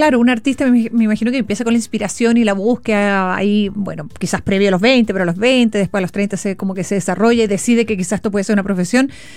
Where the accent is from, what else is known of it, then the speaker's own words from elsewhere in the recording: Chile; como chileno hemos ido madurando nuestros gustos